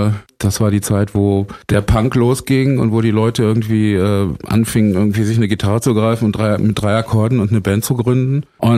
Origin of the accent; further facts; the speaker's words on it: Herford, North Rhine-Westphalia, Germany; born there; moved away as an adult; now in Berlin, Germany; ich bin nicht direkt von Herford nach Berlin gekommen, sondern ich bin von Geburt her ein Wessi. Und Herford liegt in Ostwestfalen.